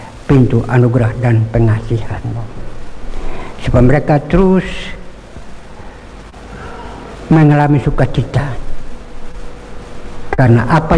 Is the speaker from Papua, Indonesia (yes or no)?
yes; Papua, Indonesia; Jangan biarkan dan binasakan kami orang Papua.